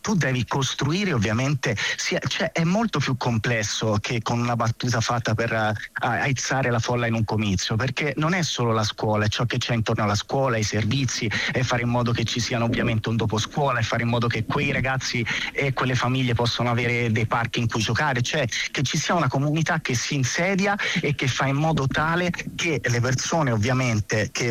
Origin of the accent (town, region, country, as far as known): Prato, Tuscany, Italy; now in Rome, Italy